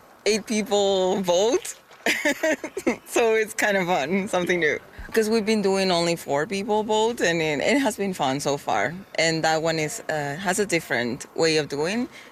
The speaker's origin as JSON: {"language": "English", "country": "Honduras", "moved": "yes", "lives_now": "Sudbury, Canada", "said": "I am from Honduras, in Central America, and yes, I came here to Sudbury somehow, and I really like it here so far."}